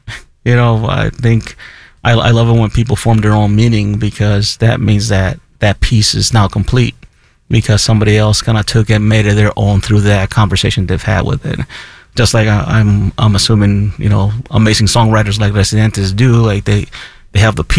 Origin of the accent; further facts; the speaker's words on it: Nicaragua; You know, I'm from Nicaragua